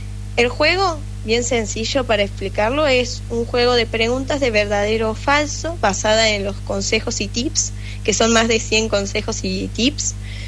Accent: Villa Carlos Paz, Córdoba, Argentina; yo soy de Carlos Paz y vivo muy cerca de lo que sería la ruta a Córdoba.

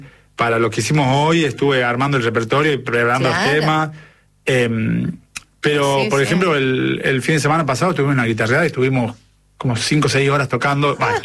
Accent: Salta, Argentina; moved away; Y es que el primer tiempo que vine de Salta me la pasé extrañando.

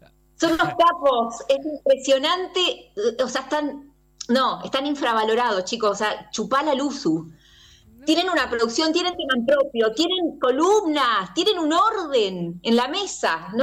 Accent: Reconquista, Santa Fe, Argentina; moved away as an adult; now in Córdoba, Argentina; vengo de Reconquista, que es una ciudad del norte de la provincia de Santa Fe. Me vine a Córdoba, bueno, básicamente a buscar mis sueños de hacer humor

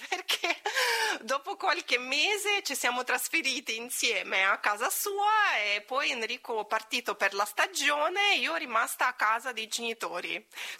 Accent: Riga, Latvia; Italian is a second language; also born or lived in England; now in Italy; Io vengo da Riga, da Lettonia. E infatti mi sono trasferita in Italia, dopo Inghilterra

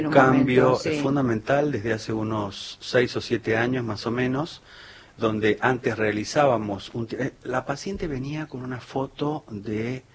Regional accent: Palmira, Mendoza, Argentina; Estudié en la Universidad Nacional de Cuyo, soy de un pueblito de Palmira, que le mando un saludo a toda

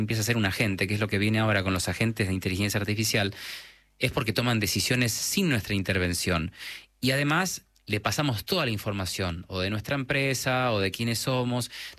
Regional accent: Argentina; accent: Argentine

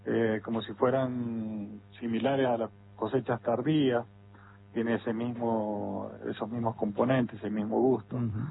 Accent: Argentina; que nos unamos como argentinos

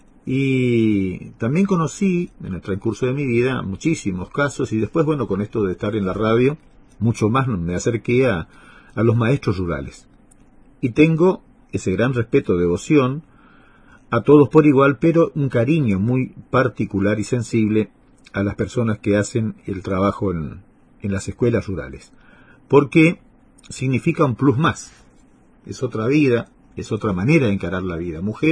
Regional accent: San Roque, Corrientes, Argentina; born there; also born or lived in Paso de los Libres; yo hice la primaria en San Roque. Después vine a Paso de los Libres, terminé la secundaria

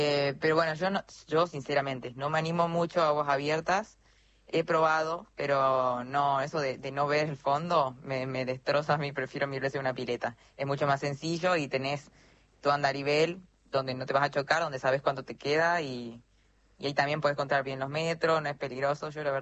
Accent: Salta, Argentina; moved away as an adult; now in Buenos Aires, Argentina; De Salta, Salta Capital.

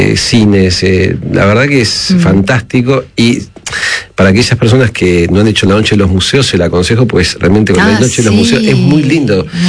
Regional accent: Buenos Aires, Argentina; Cuando yo digo voy afuera, digo, yo soy de Buenos Aires, uy, Buenos Aires, qué hermosa ciudad.

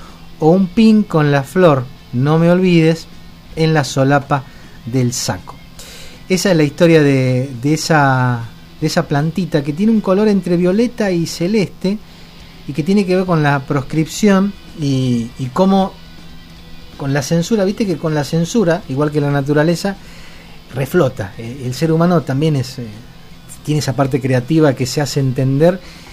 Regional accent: Argentina

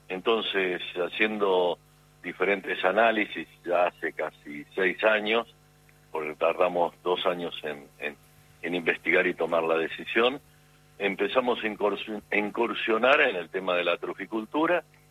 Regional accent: Martínez de Oz, Buenos Aires Province, Argentina; yo de un pueblito de Martínez de Oz, a 20 kilómetros de distancia, sí, en el partido de Lincoln

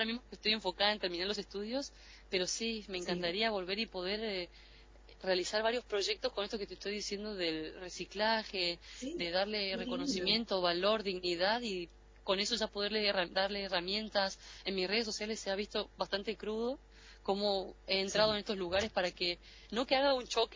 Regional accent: Río Gallegos, Santa Cruz, Argentina; Sí, soy oriunda de Río Gallegos, pero yo me fui a la Cueva de las Manos, yo me fui a los antiguos.

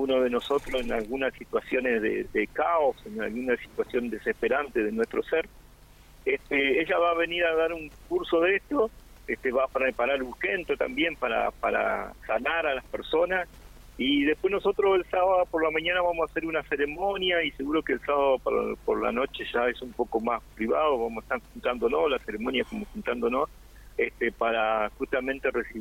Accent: Puerto Santa Cruz, Santa Cruz, Argentina; micrófono que no nací en Puerto Santa Cruz, pero cuando llegué en el 80, yo llegué en febrero, marzo, y por eso nombro tanto al Calpelú, llegué en cuarto grado

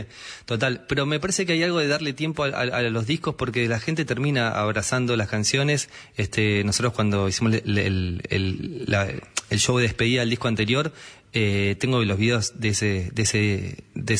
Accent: Buenos Aires, Argentina; moved away as an adult; also born or lived in Salinas, Uruguay; Yo tenía muchas ganas de irme de Buenos Aires a vivir a un lado, soy de Capital Federal, digamos, tenía ganas de irme a un lugar un poco más tranquilo.

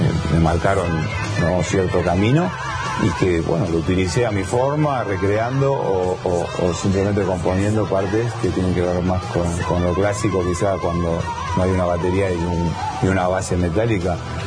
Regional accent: Buenos Aires, Argentina; Bajo Flores. Yo empecé como un chico que aprendió a tocar folclore en la guitarra, como tantos chicos de la Argentina

